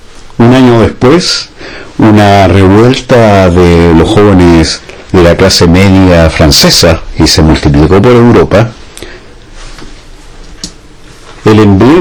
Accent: Argentina

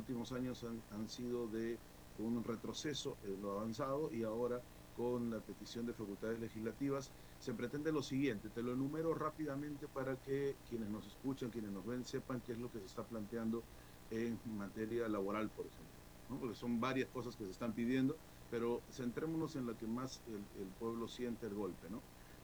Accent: Peru

